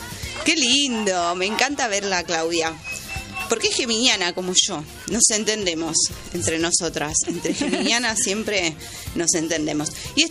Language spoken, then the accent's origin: Spanish; Mar del Plata, Buenos Aires Province, Argentina; soy de Mar del Plata, de re pueblo lo mío, ¿no?